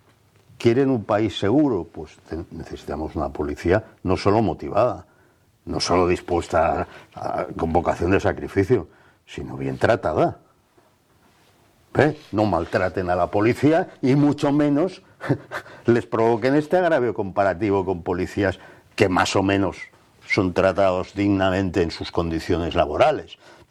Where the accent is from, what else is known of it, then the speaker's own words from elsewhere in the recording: Barcelona, Catalonia, Spain; como catalán que he sido durante 57 años, desde que nací, 57 años los pasé en Barcelona